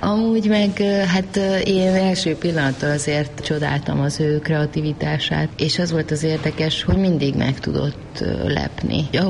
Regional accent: Târgu Mureș, Mureș County, Romania; De amúgy én is így nőttem fel, hogy már a Marosvásárhelyi lakásunk is egy úgymond átjáróház volt

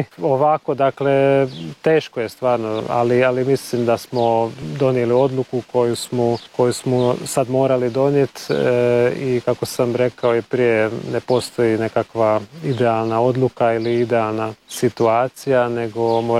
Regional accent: Pécs, Baranya, Hungary; moved away as an adult; now in Szalánta, Hungary; ja sam rođen u Peču i odrastao sam u Peču, ali uvijek sam bio povezan sa Salantom jer mama je odavdje, cijela obitelj njena.

